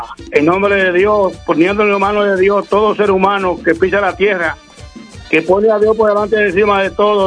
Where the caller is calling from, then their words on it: Bonao, Monseñor Nouel, Dominican Republic; Te hablo de aquí … San Isidro Juma Bonao, distrito Juma de Jucay